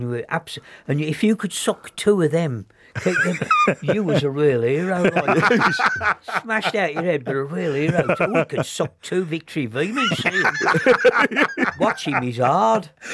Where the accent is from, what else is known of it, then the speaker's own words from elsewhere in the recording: Solihull, West Midlands, United Kingdom; born there; also born or lived in Sheldon, Birmingham; we moved from Sheldon, we moved into Solihull.